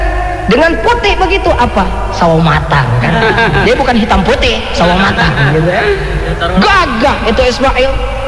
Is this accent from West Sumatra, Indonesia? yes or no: no; Garut, West Java, Indonesia; Tapi karena bapak saya orang Garut, ibu saya juga orang Garut.